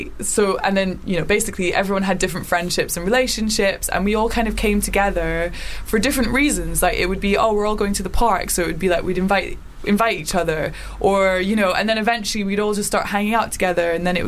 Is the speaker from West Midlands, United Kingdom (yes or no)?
no; Edinburgh, Scotland, United Kingdom; now in London, United Kingdom; I'm not from London, so I grew up in Edinburgh. Well, mm-hmm. I moved around a lot, but I went to high school in Edinburgh.